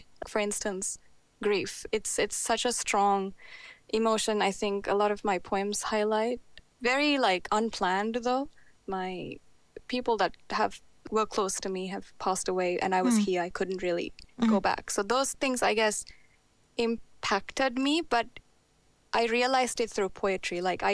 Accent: Sri Lanka; because I'm from Sri Lanka

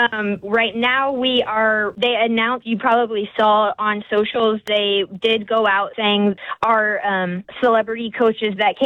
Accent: Tucson, Arizona, United States; getting started in Tucson started so young. I was 5 with Kids Unlimited.

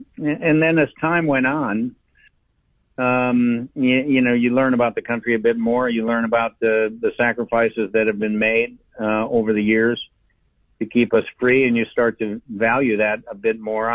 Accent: Chicago, Illinois, United States; I'm from Chicago and I have a theater company there

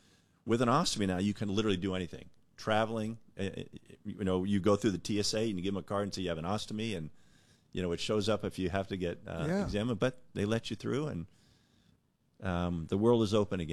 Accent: San Diego, California, United States; my hometown

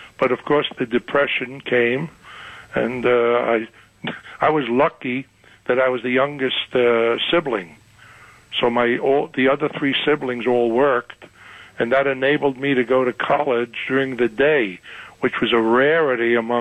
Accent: Brooklyn, New York, United States; accent: Brooklyn; my Brooklyn accent.

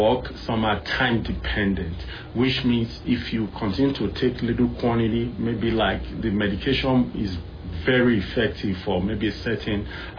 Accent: Benin City, Edo, Nigeria; moved away as an adult; now in United States; Originally, I grew up in a place called Benin City, Nigeria. It's in West Africa. I spent all my, most of my education and some college there in Nigeria before I came to the U.S. and came to Florida in 2007.

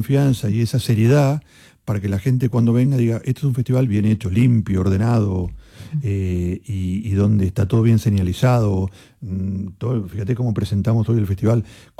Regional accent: Argentina; now in Spain; Yo venía hace 35 años, soy español, tengo familia española, tengo hijos españoles, y me siento tan español como argentino.

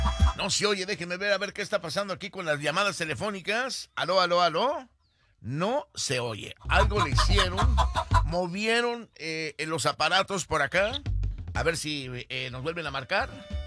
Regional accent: Michoacán, Mexico; now in Los Angeles, United States; que le está escuchando aquí en Los Ángeles. Somos de Michoacán

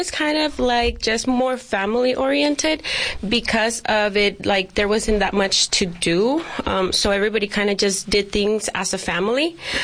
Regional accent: San Luis, Arizona, United States; I was born in San Luis, Rio Colorado, right across the border from San Luis, Arizona. That's where I was born, but I grew up in San Luis, Arizona.

